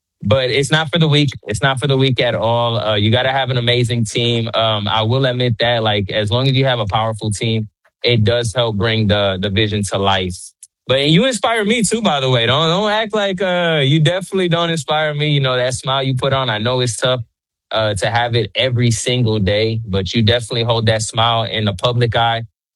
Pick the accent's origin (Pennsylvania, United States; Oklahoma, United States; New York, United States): New York, United States; now in Port Arthur, United States; I'm originally from New York. Been living in Port Arthur, Beaumont, Texas since 2009.